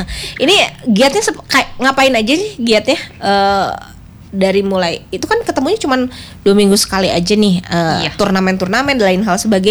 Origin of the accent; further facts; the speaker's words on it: Pangalengan, West Java, Indonesia; Saya juga dari Pangalengan dikit sedikit kan.